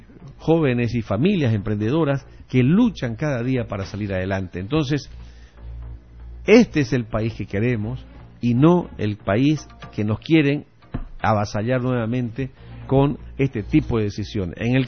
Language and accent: Spanish; Santa Cruz, Bolivia; Nosotros en Santa Cruz y en el oriente boliviano somos distintos.